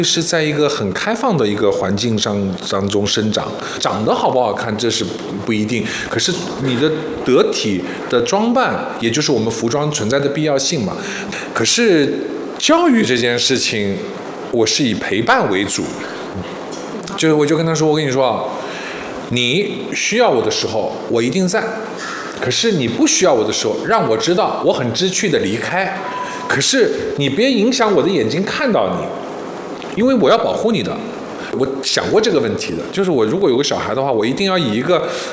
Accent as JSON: {"language": "Chinese", "region": "Shanghai", "country": "China", "tie": "born there", "moved": "as an adult", "lives_now": "Hangzhou, China", "said": "我在上海出生，爸爸妈妈是东海舰队的，是因为部队的关系，他俩一个南一个北走到了一起。然后 … ，"}